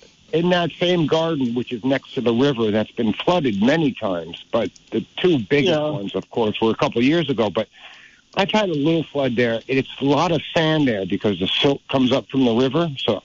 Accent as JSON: {"language": "English", "region": "New Jersey", "country": "United States", "tie": "born or raised there", "said": "you'll remember this from the 60s, and I grew up in Jersey, but I don't want anyone to know that."}